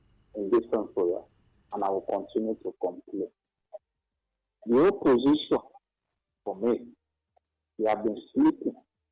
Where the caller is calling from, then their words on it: Nigeria; I'm calling from Okwadu Nimbo, Zunuzo, one in local government.